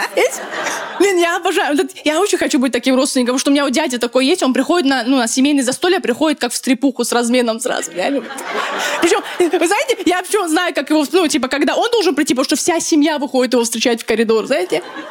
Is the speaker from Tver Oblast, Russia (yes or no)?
no; Dagestan, Russia; я человек из Дагестана